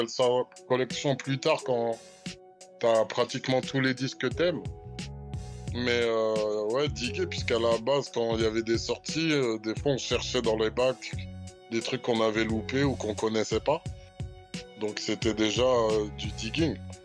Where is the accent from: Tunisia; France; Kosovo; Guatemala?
France; Blanc-Mesnil, Île-de-France; Moi, j'étais de Blanc-Ménil, mais les autres, il y en avait de Bagneux, d'Antony.